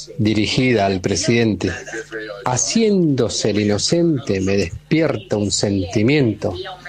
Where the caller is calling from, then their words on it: San Miguel, Buenos Aires Province, Argentina; Branca y equipo, buenas tardes. Acá … de San Miguel.